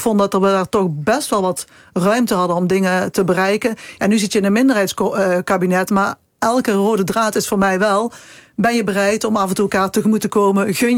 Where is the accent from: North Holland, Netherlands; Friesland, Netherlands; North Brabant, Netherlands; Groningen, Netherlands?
North Brabant, Netherlands; ik kom uit De Peel.